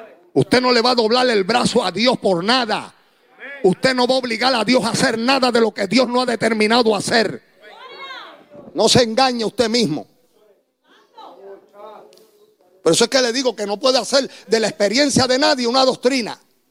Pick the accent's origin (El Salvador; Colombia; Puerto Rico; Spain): Puerto Rico; somos más puertorriqueños que cristianos